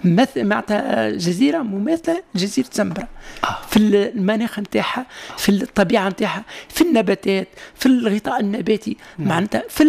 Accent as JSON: {"language": "Arabic", "country": "Tunisia", "said": "انا مش نعطي بالنسبه للطيور المائيه اللي عندنا في تونس حاليا"}